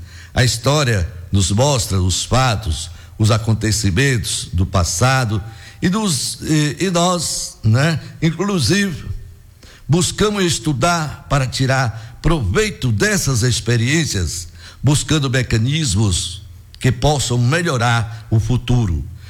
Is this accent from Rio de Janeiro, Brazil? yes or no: no; Caetité, Bahia, Brazil; eu da minha adolescência lá em Caetité, eu acho que já era adolescente